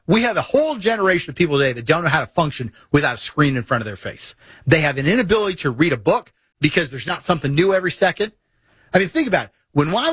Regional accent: Missouri, United States; I'm from Missouri.

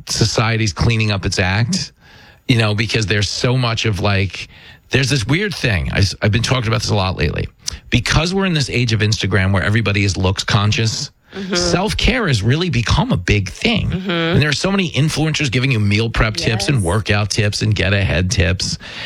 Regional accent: Levittown, United States; born or raised there

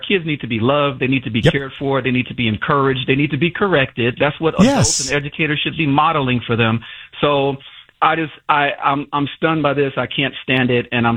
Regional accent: Chicago, Illinois, United States; I grew up in Chicago in the 90s. Almost all of my teachers were African American women.

